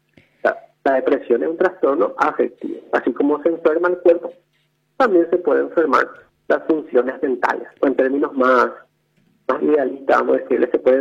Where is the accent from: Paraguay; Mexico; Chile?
Paraguay; Luque, Central; yo soy de Luque